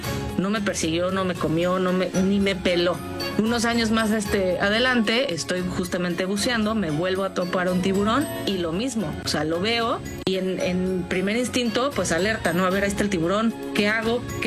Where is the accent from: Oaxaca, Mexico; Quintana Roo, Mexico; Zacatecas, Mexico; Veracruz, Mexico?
Quintana Roo, Mexico; Cancún; moved away as an adult; now in Playa del Carmen, Mexico; Yo soy de Cancún, pero por el tema de los tiburones toro, decidí moverme ya a tiempo completo a playa, hace ya poco más de 10 años